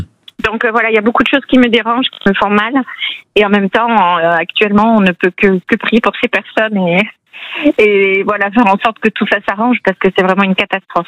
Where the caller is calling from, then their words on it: Pau, Nouvelle-Aquitaine, France; actuellement, je suis de Pau et actuellement je suis au Pays Basque